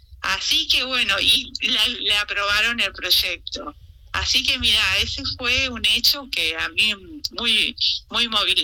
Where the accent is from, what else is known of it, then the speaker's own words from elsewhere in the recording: Argentina; Yo represento a la Argentina